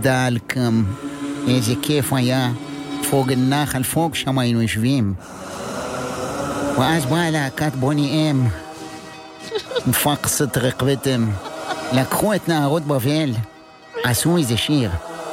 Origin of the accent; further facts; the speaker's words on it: Or Yehuda, Central District, Israel; מאור יהודה.